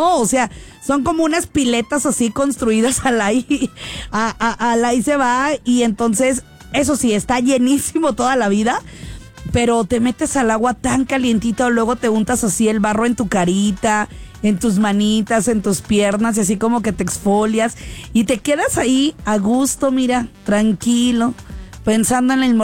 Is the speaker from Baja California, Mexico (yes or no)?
no; Zitácuaro, Michoacán, Mexico; soy de allá, de Zitácuaro, allá donde se come en la calle del hambre, donde te echas tus gazpachos con el guama, donde te echas tus chemos con el guama, donde te comes tus tacos con el camarada, donde te comes tus corundas